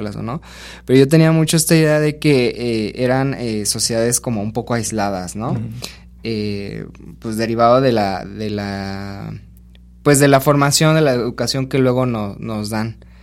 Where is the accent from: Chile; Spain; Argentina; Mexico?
Mexico; Quintana Roo; also born or lived in Mérida; yo soy del sur, de Quintana Roo, y a mí me gusta, bueno, en algún tiempo viví un ratillo en Mérida.